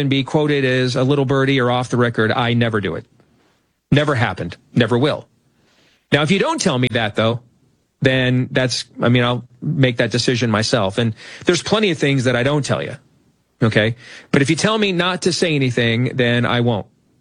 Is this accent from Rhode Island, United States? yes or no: no; Iowa, United States; my home state of Iowa